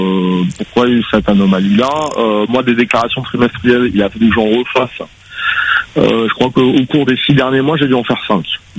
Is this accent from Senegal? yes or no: no; Réunion; moved away; Là, moi, je suis natif de La Réunion, mais je suis revenu à La Réunion depuis le mois de janvier de l'année dernière.